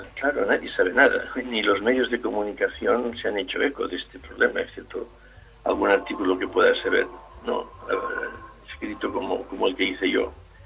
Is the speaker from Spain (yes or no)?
yes; Catalonia, Spain; now in Molinos de Razón, Spain; a pesar de ser catalán y a pesar de ser un soriano de adopción